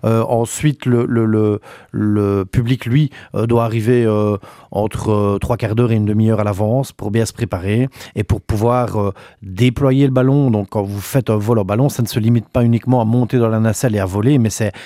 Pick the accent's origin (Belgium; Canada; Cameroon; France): Belgium; Hotton, Wallonia; c'est vraiment la vue en plus chez nous, à Auton, est vraiment magnifique.